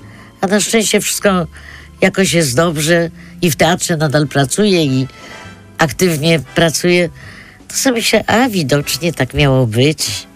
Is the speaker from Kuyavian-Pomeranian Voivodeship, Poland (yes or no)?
no; Wrocław, Lower Silesian Voivodeship, Poland; No, ja pochodzę z Wrocławia. Tam jest mój dom rodzinny.